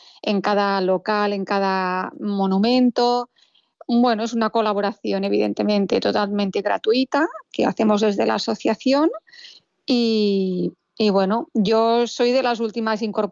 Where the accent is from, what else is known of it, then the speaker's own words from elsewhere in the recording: Girona, Catalonia, Spain; somos gente de Gerona